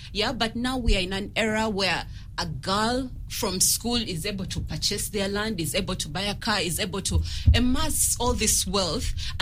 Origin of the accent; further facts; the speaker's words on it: Eastern Region, Uganda; I come from Busoga